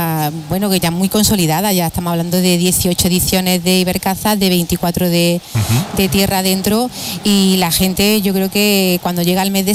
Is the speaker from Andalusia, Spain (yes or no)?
yes; Andalusia, Spain; en mi pueblo, por ejemplo, un pueblo de pequeño como el Ópera, hay una sociedad de caza y hay también otra de galgo. O sea que es algo que está muy arraigado en la provincia de Jaén.